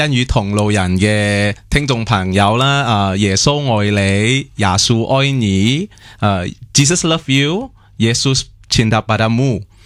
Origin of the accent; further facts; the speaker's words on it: Malaysia; 马来西亚嘅文化就系咁，因为我哋读书嗰阵时咧，呢啲科目呢啲语言都要学噶，然之后你本身嘅母语系咩咧，你就是那个母语长大啦，所以你就要识好多种语言啦，